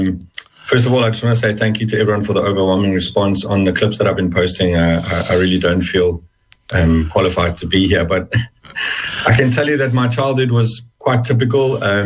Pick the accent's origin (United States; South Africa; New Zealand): South Africa; growing up in South Africa, very conscious that I was Afrikaans, very conscious that I was a white Afrikaans guy